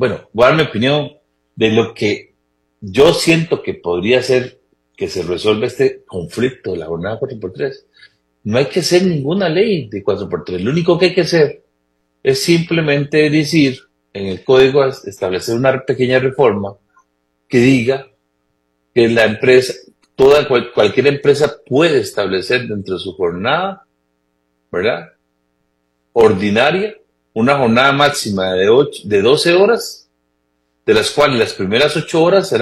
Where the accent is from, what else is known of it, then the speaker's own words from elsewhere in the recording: Costa Rica; como costarricenses que somos